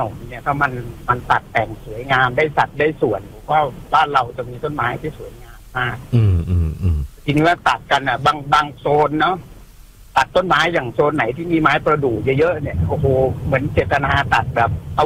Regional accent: Wang Pong, Phetchabun, Thailand; กลับบ้านที่เพชรบูรณ์ที่วังโป่งวันนี้ก็ใช้เส้นทางยาวหน่อยจากปลาจีนถึงเพชรบูรณ์หลายกิโล

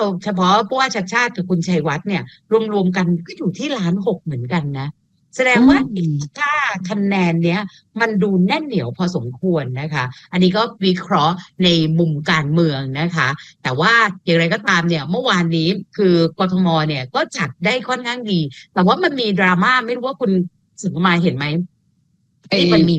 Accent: Nonthaburi, Thailand; ดิฉันเป็นคนนนทบุรี

